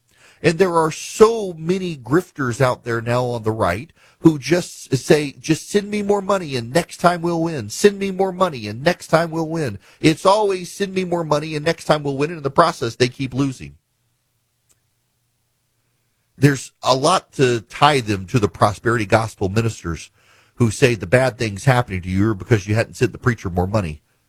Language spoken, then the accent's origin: English; Georgia, United States; I see it in my home state of Georgia